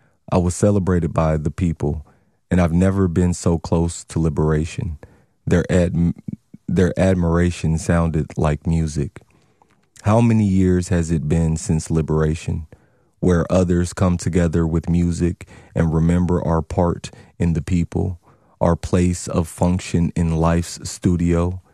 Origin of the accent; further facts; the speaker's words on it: Louisville, Kentucky, United States; I tell them, well … I'm from Louisville, Kentucky.